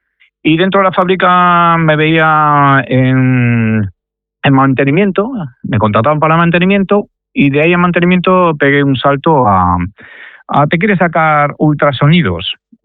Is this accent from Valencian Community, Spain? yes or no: no; Arévalo, Castile and León, Spain; moved away as an adult; now in Viana de Cega, Spain; Sí, bueno, yo no soy de Viana de Cega realmente, soy de un pueblo que de la zona de Ávila que se llama Arévalo, pero por motivos de románticos me vine a Viana de Cega y bueno, aquí me he instalado.